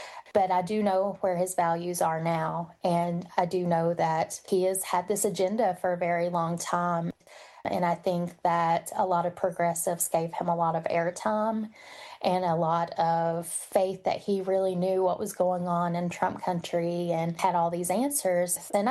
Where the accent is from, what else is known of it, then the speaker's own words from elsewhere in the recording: Appalachia, United States; I'm from Central Appalachia, so Eastern Kentucky, West Virginia.